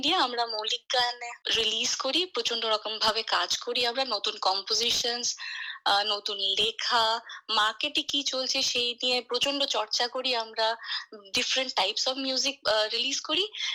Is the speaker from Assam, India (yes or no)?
yes; Assam, India; moved away; also born or lived in Bangalore; আমি আসামের বাসিন্দা, তো অসমীয়া গান শুনতাম, বাংলা ভাষা প্রচন্ড, বাংলা ভাষায় গান আর গান সঙ্গীত চর্চা বাড়িতে হতো। ব্যাঙ্গালোরে পড়াশোনা করেছি